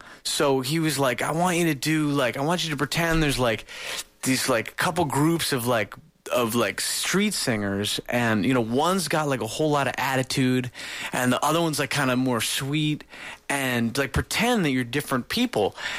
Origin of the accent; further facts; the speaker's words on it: Princeton, New Jersey, United States; I'm from Princeton.